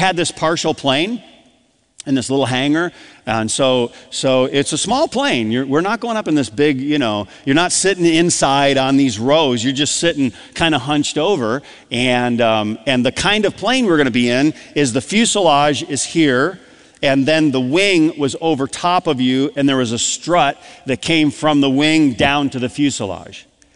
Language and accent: English; Adrian, Michigan, United States; I grew up in Adrian, Michigan.